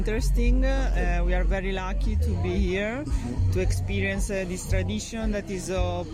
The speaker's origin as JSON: {"language": "English", "town": "Bologna", "region": "Emilia-Romagna", "country": "Italy", "said": "I'm Italian. I'm from Bologna."}